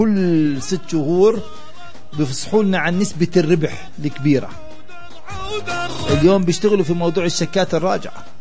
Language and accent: Arabic; Palestine; أنا فلسطيني أخو أردني.